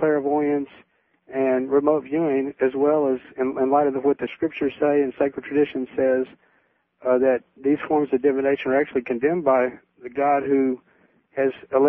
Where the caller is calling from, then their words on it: Birmingham, Alabama, United States; Greetings from Birmingham, Alabama